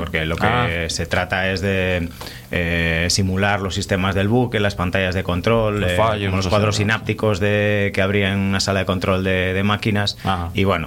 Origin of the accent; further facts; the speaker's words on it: Santander, Cantabria, Spain; Santanderino.